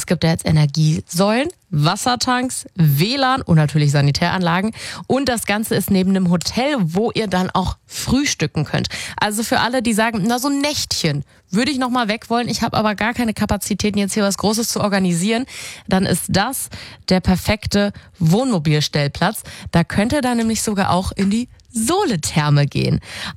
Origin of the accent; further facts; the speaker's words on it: Saxony, Germany; wie schön ist es, den sächsischen Tourismus als Sachse stärken zu können.